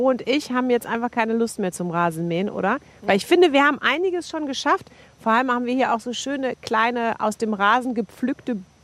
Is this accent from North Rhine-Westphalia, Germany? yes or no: yes; North Rhine-Westphalia, Germany; Ich komme ja nur aus dem Ruhrgebiet.